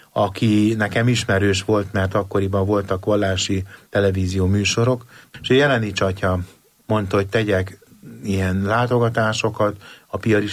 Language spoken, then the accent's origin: Hungarian; Domoszló, Heves, Hungary; also born or lived in Gyöngyös; Mátra vidéki gyerek vagyok, Gyöngyösen születtem, és a Gyöngyöshöz közeli Domoszló nevű falucskában voltam gyerek, és ott nőttem föl.